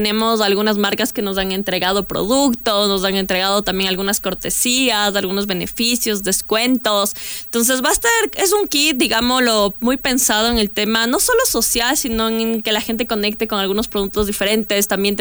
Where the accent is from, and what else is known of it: Ecuador